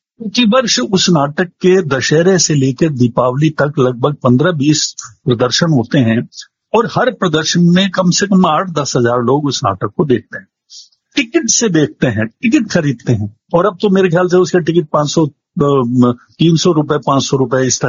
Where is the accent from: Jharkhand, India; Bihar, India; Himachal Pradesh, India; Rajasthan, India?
Rajasthan, India; now in Jaipur, India; मैं जयपुर में आया था 1987 में, काफी बरस हो गए, अब तो कोई पूछता भी है कि कहाँ के रहने वाले हो तो मुंह से निकलता है जयपुर का रहने वाला हूँ